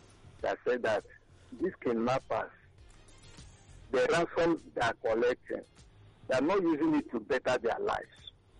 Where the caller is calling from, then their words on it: Eba, Nigeria; I'm calling from Eba.